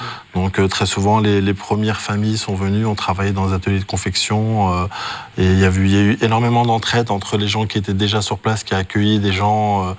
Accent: France; Moi, j'ai grandi en France.

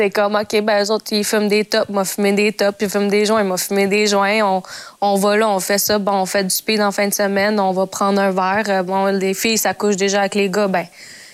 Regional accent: Montreal, Quebec, Canada; Bien, j'ai grandi à Montréal, puis mes parents immigrés au Québec.

